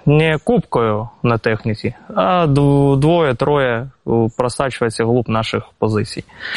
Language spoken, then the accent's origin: Ukrainian; Bakhmut, Donetsk Oblast, Ukraine; тому що я родом з Бахмута.